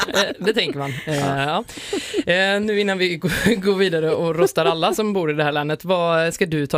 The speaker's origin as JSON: {"language": "Swedish", "town": "Halmstad", "region": "Halland County", "country": "Sweden", "tie": "born or raised there", "said": "mig som är född och uppvuxen i Halmstad."}